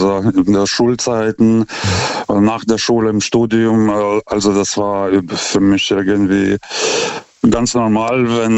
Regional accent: Lithuania; German is a second language; now in Germany; Ich komme ja ursprünglich aus Litauen. Ich bin erst 2006 nach Deutschland gezogen.

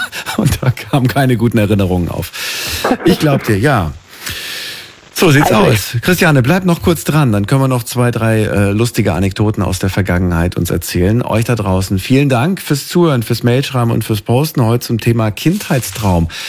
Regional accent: Hesse, Germany; ich bin Hesse

